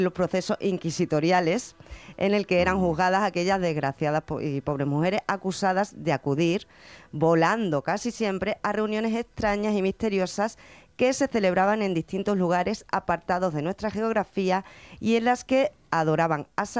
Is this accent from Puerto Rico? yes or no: no; Badajoz, Extremadura, Spain; Lo sentimos. Somos de Badajoz.